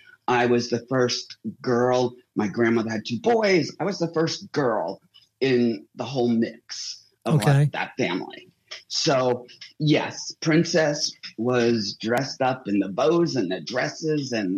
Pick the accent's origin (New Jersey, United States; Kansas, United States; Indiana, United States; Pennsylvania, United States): New Jersey, United States; In Bergen County, New Jersey.